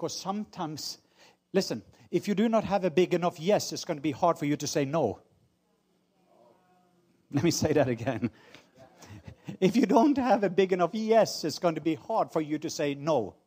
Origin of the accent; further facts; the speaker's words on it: Norway; now in Atlanta, United States; I'm Norwegian, by the way. I know some of you thought I was from Atlanta. I just live in Atlanta. I'm a missionary to America.